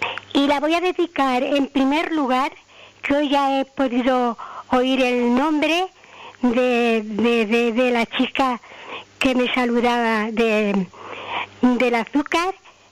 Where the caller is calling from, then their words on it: Palma, Balearic Islands, Spain; de Son Oliva.